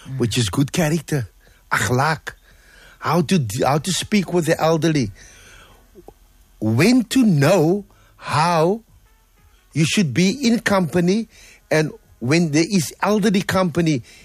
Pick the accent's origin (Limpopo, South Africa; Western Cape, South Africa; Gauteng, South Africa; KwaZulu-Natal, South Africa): Western Cape, South Africa; Cape Town; we grew up in Claremont. I'm also from Draper Street.